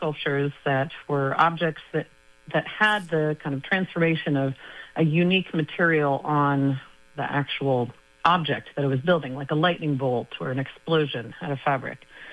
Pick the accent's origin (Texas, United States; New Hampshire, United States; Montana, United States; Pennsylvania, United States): Montana, United States; moved away; Growing up in Montana